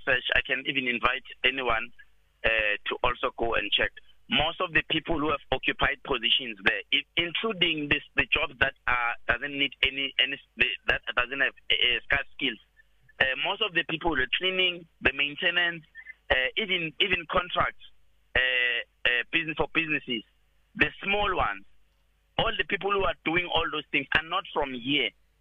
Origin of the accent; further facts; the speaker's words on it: Nkomazi, Mpumalanga, South Africa; from Nkomazi Municipality, a community activist that is leading the youth, the unemployed youth of Nkomazi.